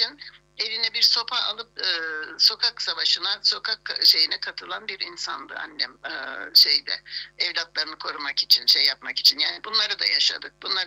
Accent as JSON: {"language": "Turkish", "town": "Larnaca", "country": "Cyprus", "tie": "born there", "also_born_or_lived": "Paphos", "moved": "yes", "said": "1953 yılında BAF'ta doğdum. BAF'ta 8 yaşına kadar BAF'ta yaşadım. Okula gittim. İlkokula başladım orada. Daha sonra da Larnaka'ya göç ettik. Larnaka'da yaşamaya başladık. 74 yılına kadar. Yani 1961 yılından 74 yılına kadar Larnaka'da yaşadım."}